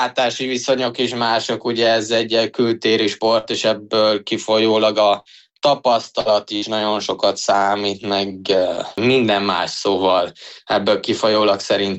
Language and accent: Hungarian; Hungary; also born or lived in Austria; magyarként